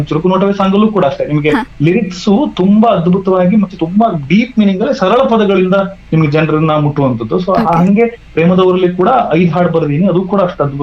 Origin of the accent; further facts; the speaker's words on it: Thirthahalli, Karnataka, India; born there; ನಾನೇ ನಮ್ಮೂರಲ್ಲೇ ಶೂಟ್ ಮಾಡಿದ್ದು, ಅದು ತೀರ್ಥಹಳ್ಳಿ ಸುತ್ತಮುತ್ತಲೇ ಶೂಟ್ ಮಾಡಿದ್ದು.